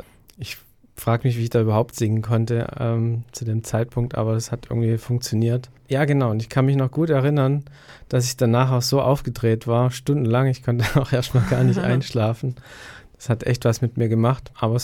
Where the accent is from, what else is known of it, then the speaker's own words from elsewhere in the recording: Baden-Württemberg, Germany; Ich komme aus Haupt am Neckar und das ist in der Nähe von Stuttgart und das sind so ungefähr 800 Kilometer von hier. Ja, und jetzt hat es mich in den hohen Norden verschlagen